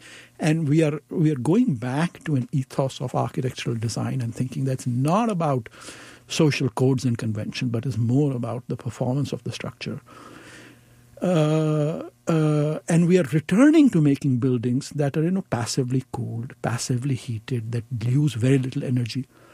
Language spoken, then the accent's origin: English; Chandigarh, India; born there; I'm from Chandigarh